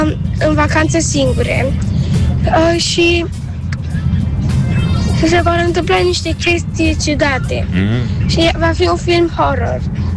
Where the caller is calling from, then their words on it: Sibiu, Sibiu County, Romania; din Sibiu și am 10 ani.